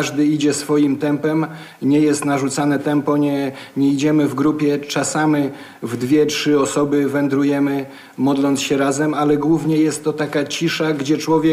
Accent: Ciechanów, Masovian Voivodeship, Poland; Ja pochodzę z Ciechanowa i tam mieszkam, to można powiedzieć, że święty Stanisław to taki mój ziomek, bo praktycznie niecałe 20 kilometrów od mojej miejscowości jest Rostkowo.

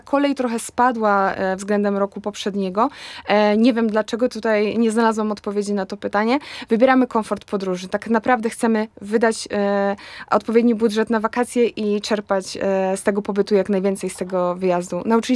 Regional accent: Łódź, Łódź Voivodeship, Poland; a my jesteśmy z Łodzi, więc jeszcze czeka nas ta podróż

